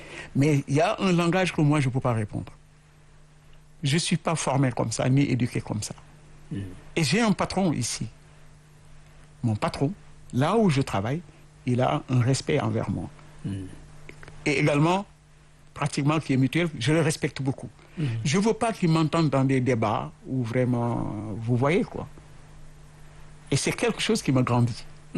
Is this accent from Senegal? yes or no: yes; Senegal; born there; Je suis sénégalais. J'ai mes parents. J'ai mes enfants. J'ai mon marabout. Moi, je suis mourite.